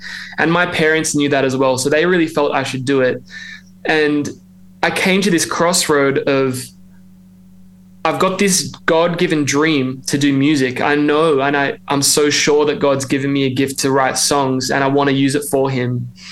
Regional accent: Melbourne, Victoria, Australia; accent: Australian; moved away as an adult; now in Nashville, United States; I'm trying to keep that accent because we've been living in the States for the past 3.5 years. And I grew up in Melbourne my whole life, pretty much, and just never thought I would have left Melbourne in my whole life, because I love Melbourne so much and all of our families are there.

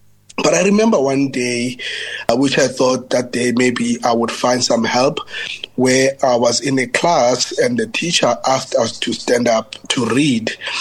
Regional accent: Ilitha Park, Eastern Cape, South Africa; Growing up in Ilitha Park, Ilitha Park is a suburb in South Africa that was catered for people that were working for the government.

